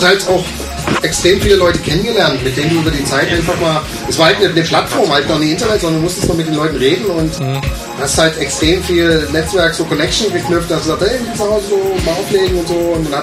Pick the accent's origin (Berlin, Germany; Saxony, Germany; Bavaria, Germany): Saxony, Germany; Dresden; Ich glaube, wir als Dresdner sind da relativ kleine Lichter